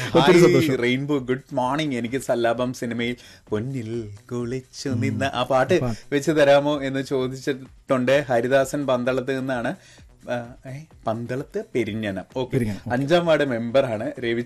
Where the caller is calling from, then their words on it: Gothuruth, Kerala, India; ഗോത്തുരത്ത് നിന്നാണ്.